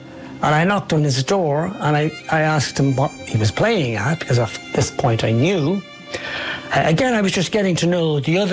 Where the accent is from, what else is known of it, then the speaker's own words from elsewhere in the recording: Dublin, Leinster, Ireland; I wasn't a tough guy, but I was from Ballyfermot, so I could pretend to be tough.